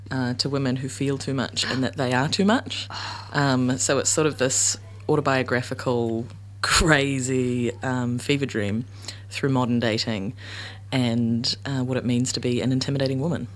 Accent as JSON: {"language": "English", "region": "Auckland", "country": "New Zealand", "tie": "born or raised there"}